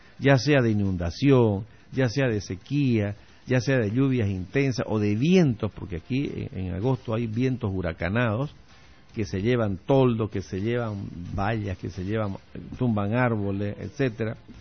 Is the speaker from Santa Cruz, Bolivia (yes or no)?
yes; Santa Cruz, Bolivia; somos dejados los cambas.